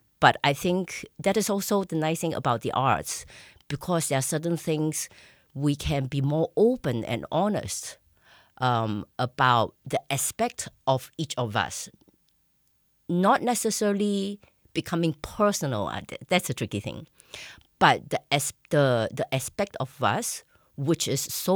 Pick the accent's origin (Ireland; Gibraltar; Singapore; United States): Singapore; now in Graz, Austria; I'm originally from Singapore, and but right now, I always like to say my kitchen is in Graz, meaning, you know, basically my home is in Graz.